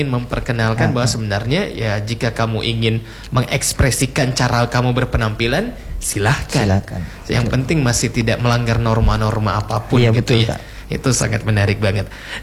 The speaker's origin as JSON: {"language": "Indonesian", "region": "South Sulawesi", "country": "Indonesia", "tie": "born or raised there", "said": "dekat kampung saya itu. Iya, saya masih luwu juga."}